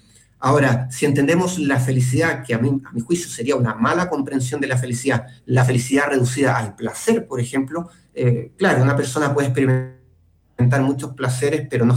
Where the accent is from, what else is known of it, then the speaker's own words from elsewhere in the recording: Chile; somos muchos los chilenos y no todos somos de la misma manera